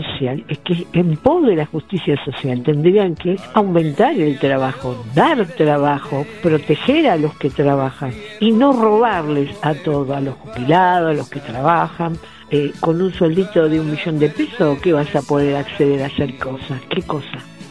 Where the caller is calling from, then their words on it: Buenos Aires, Argentina; de Mataderos.